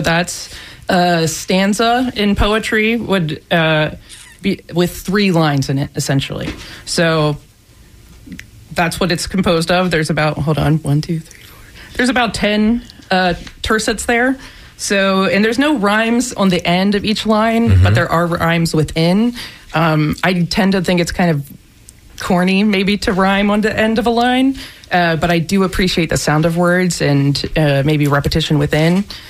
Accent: Maryland, United States; I'm not from Florida, but I'm from Maryland, but I've loved watersheds wherever I go.

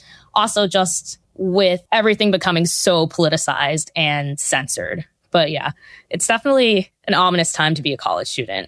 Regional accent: New York City, New York, United States; I have this particular experience growing up in New York City around Jewish culture

